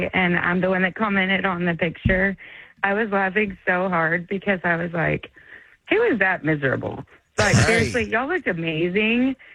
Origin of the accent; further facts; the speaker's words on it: Kerrville, Texas, United States; now in Taylor, United States; I'm in Taylor, Texas. So it's outside of Austin. I'm a small town girl. So I grew up actually in Kerrville, where the floods happened.